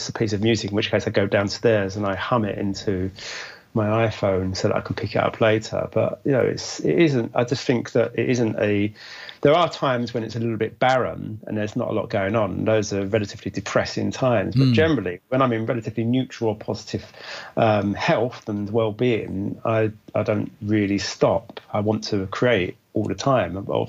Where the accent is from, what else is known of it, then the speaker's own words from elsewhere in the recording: London, United Kingdom; I grew up in London, and that's what I know. I know East London, West London, Central London, South London.